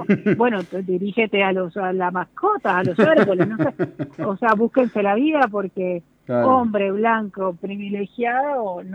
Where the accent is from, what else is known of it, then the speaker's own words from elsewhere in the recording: Colombia; mujeres que o trabajaron en mi casa de chica, que en Colombia eso también era bastante, o es, en el Caribe sobre todo, esto de tener mujeres en tu casa permanentemente